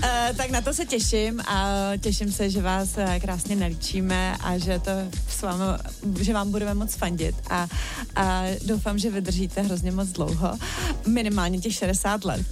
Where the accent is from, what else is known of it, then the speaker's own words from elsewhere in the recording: Prague, Czechia; Já jsem taky z Prahy 6